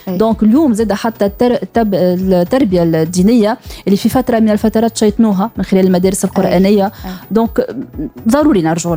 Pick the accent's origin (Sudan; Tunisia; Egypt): Tunisia; احنا في تونس